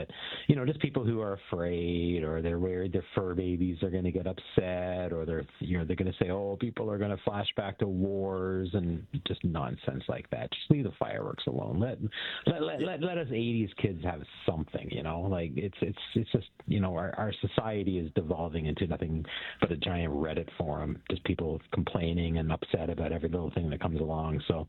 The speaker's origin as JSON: {"language": "English", "town": "Brampton", "region": "Ontario", "country": "Canada", "tie": "born or raised there", "moved": "yes", "lives_now": "Ottawa, Canada", "said": "I grew up in Brampton"}